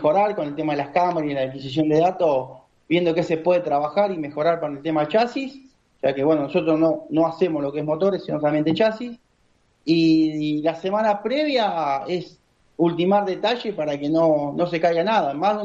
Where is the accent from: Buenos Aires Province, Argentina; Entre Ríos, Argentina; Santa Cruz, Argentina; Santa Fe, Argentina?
Entre Ríos, Argentina; Rosario del Tala; born there; now in Buenos Aires, Argentina; yo soy allá, nací en Rosario del Tala